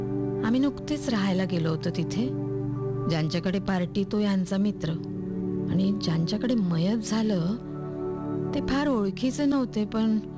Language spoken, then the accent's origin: Marathi; Maharashtra, India; अगं मी मराठीच आहे।